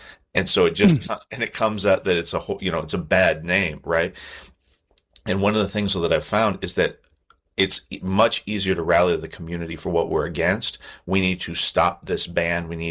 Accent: McMinnville, Oregon, United States; like I'm originally from McMinnville, Oregon, and it very much has that same small town vibe to it.

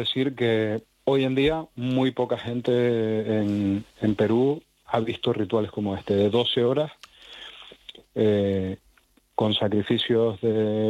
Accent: Canary Islands, Spain; Bueno, soy canario, o sea que subimos y bajamos todos los días a las montañas. Las islas son muy, muy escarpadas y yo vivo en Tenerife, tenemos el Teide, son casi 4.000 metros.

